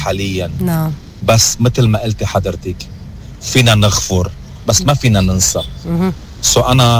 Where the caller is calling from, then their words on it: Lebanon; أنا شخص لبناني أرمني